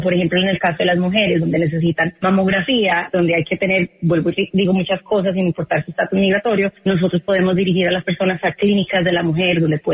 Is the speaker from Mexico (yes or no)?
no; Colombia; now in United States